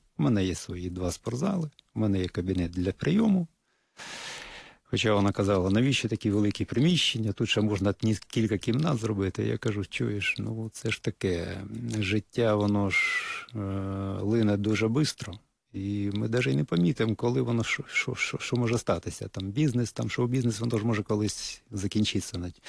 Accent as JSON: {"language": "Ukrainian", "town": "Hrebinky", "region": "Kyiv Oblast", "country": "Ukraine", "tie": "born there", "said": "Народився під Києвом в Рябінках."}